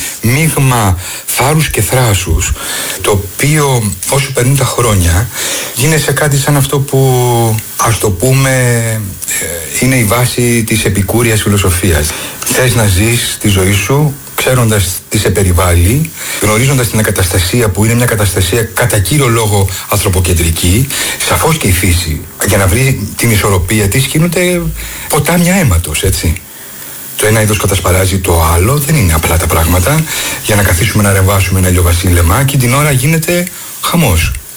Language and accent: Greek; Tilos, South Aegean, Greece; also born or lived in Rhodes; η ταυτότητά μου γράφει γεννηθεί στη Ρόδο. Είμαι ένα παιδί που μεγαλώνει όμως στην Τήλο. Δηλαδή το νησί που μεγάλωσα είναι η Τήλος. Μπορεί να άνοιξε τα μάτια μου στη Ρόδο, αλλά ο τόπος που με όλες μου τις αισθήσεις άρχισα να αντιλαμβάνομαι και να προσπαθώ να καταλάβω τον κόσμο είναι η Τήλος.